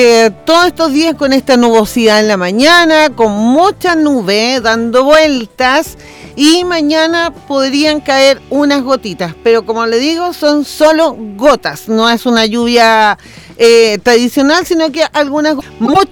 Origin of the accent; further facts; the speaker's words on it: Chile; somos todos chilenos